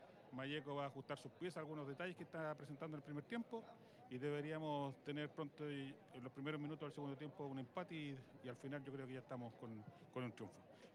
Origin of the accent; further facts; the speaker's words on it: Angol, Araucanía, Chile; esta gente linda que vino de mi ciudad, de Angol, de mi terruño amado